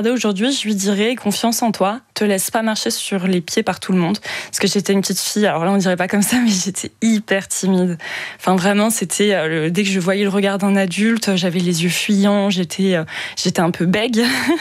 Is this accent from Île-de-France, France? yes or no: yes; Nanterre, Île-de-France, France; also born or lived in Senlis, Picardy; on a déménagé quand j'étais petite dans le Grand Paris, donc c'était vraiment le moment où la banlieue se construisait. Donc je viens de banlieue parisienne, de côté ouest, côté Nanterre, et en fait il se trouve que j'ai vraiment grandi dans ce milieu-là